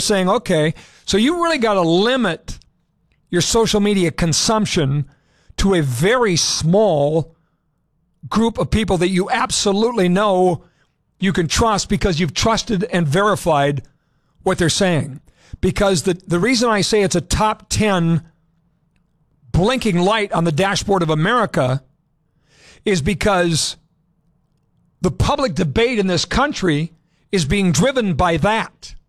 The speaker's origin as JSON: {"language": "English", "town": "Montevideo", "region": "Minnesota", "country": "United States", "tie": "born or raised there", "said": "I'm a city kid with roots in agriculture. And then growing up in Montevideo, grandparents in Canby, Minnesota, corn farmers"}